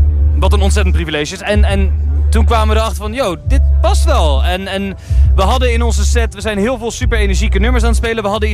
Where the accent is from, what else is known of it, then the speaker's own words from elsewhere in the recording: Walcheren, Zeeland, Netherlands; wij komen uit Zeeland wel aan de andere kant. Volgens deze kant de verkeerde kant van het water.